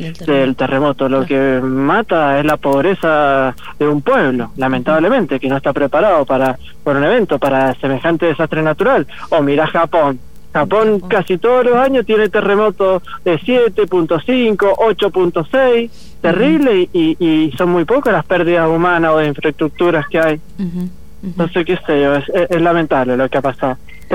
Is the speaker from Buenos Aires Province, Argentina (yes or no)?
no; Mendoza, Argentina; a nosotros como mendocinos nos salieron